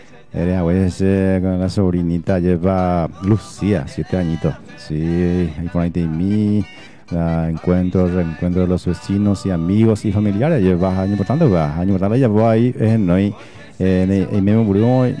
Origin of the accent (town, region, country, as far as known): Paraguay